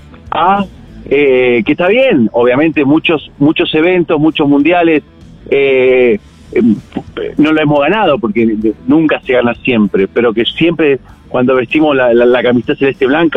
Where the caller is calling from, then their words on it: Argentina